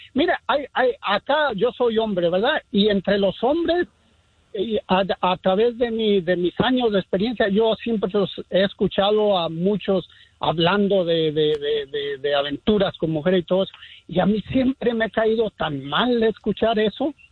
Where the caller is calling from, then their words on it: Burbank, California, United States; Aquí ando cerquita de con usted, aquí por Burbank. Aquí ando enfrente de los estudios de la Warner Brothers.